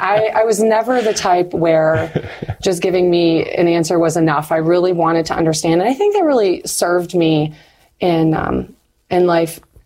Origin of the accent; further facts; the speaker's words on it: Marquette, Michigan, United States; Well, so I'm from Upper Michigan, Marquette, Michigan, the UP. I'm a Uper.